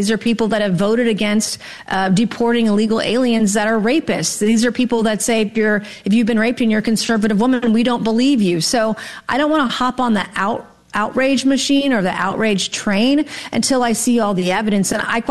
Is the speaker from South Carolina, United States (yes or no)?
yes; South Carolina, United States; After that stabbing in Spartanburg 2 days later near my hometown in South Carolina